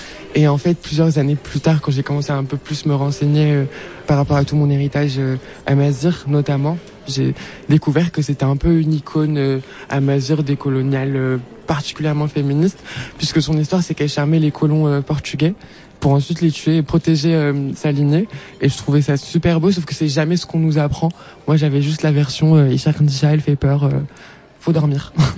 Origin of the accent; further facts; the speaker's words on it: Morocco; moved away; Je suis une femme, je suis immigrée, je suis marocaine, africaine, amazigh, musulmane, trans.